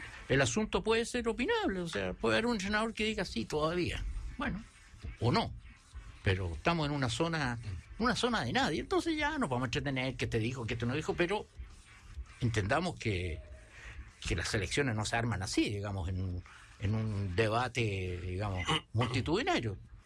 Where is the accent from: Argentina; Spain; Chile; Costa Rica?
Chile; Es que los chilenos somos así, porque a ver, yo soy chileno también.